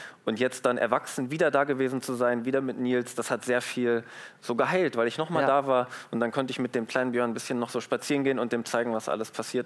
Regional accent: Rhineland-Palatinate, Germany; born there; also born or lived in Hermeskeil; Ich bin zwar auf dem Dorf aufgewachsen

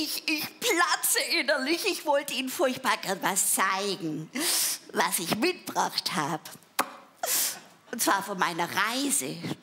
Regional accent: Baden-Württemberg, Germany; Das kannte ich als Schwabe noch gar nicht, Urlaub machen.

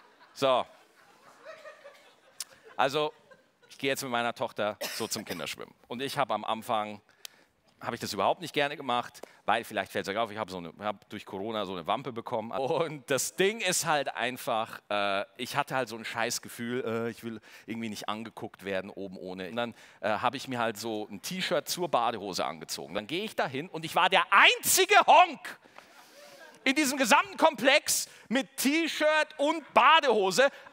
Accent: Straubing, Bavaria, Germany; born there; weil ich bin in Bayern geboren. Ne? Und ich habe eine Tante, ne? Die lebt in Kam, die ist 84 Jahre alt. Kam, ist das irgendwie ein Begriff? Das ist so, ich bin in Straubing geboren, ne?

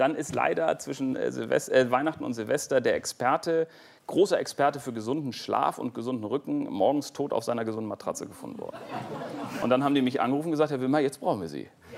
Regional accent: Hamburg, Germany; born or raised there

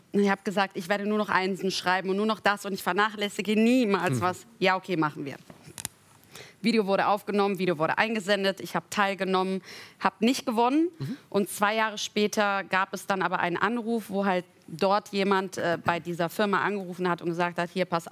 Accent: North Rhine-Westphalia, Germany

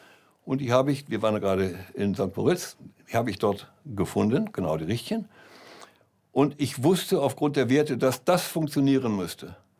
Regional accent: Brazil; also born or lived in Hamburg, Germany; Ich bin in Brasilien aufgewachsen und mein Vater aber war inzwischen wieder in Deutschland.

